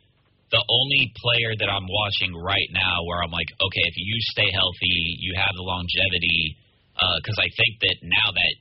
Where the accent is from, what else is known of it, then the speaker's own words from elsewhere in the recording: the South, United States; I'm from the South, right? Like, I did not grow up – it was baseball, football, basketball.